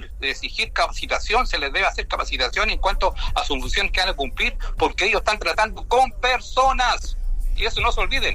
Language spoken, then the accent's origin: Spanish; Chile; en mi Chile, en mi país